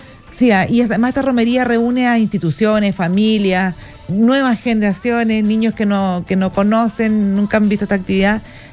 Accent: Iquique, Tarapacá, Chile; Esto tiene un significado especial para quienes somos iquiqueños.

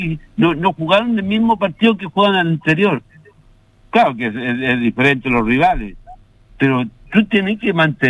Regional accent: Iquique, Tarapacá, Chile; yo soy chileno. Soy iquiqueño, nací y criado en esta tierra.

